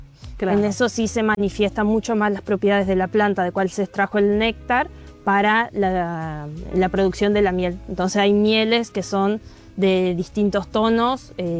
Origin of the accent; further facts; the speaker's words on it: Costa Grande, Entre Ríos, Argentina; Yo crecí en una zona rural que se llama Costa Grande, que está más o menos a unos 80, 90 kilómetros de acá de Paraná. Hice mi jardín, primaria, secundaria, todo en escuela rural.